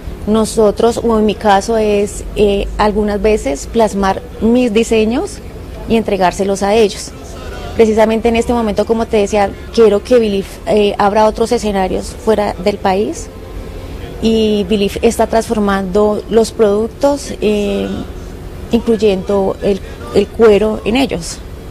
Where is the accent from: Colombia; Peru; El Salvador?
Colombia; para mostrar la verdadera cara de lo que somos los, de quiénes somos los colombianos.